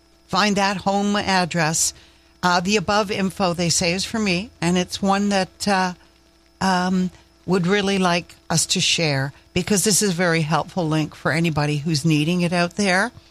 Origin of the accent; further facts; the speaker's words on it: Nova Scotia, Canada; I am a born and raised in Nova Scotian with a deep love for Newfoundlanders.